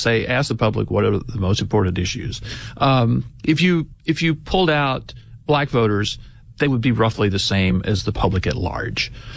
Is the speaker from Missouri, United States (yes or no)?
no; Alabama, United States; Yeah, and you know, and I hear, I'm from Alabama, but I hear there's a lot of football in Michigan